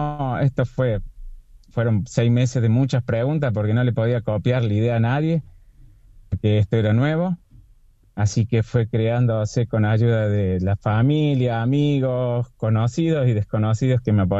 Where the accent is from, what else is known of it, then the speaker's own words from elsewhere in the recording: Córdoba, Argentina; Terrible cordobés.